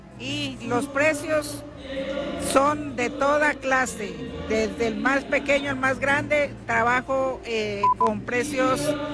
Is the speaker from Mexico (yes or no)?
no; Popayán, Cauca, Colombia; Vengo desde la ciudad de Popayán a exponer mis trabajos, como usted puede mirar.